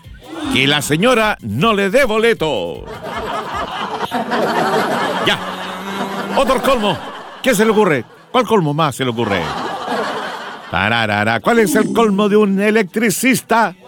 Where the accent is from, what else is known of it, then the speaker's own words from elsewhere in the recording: Chile; usted sabe cómo somos los chilenos, día festivo.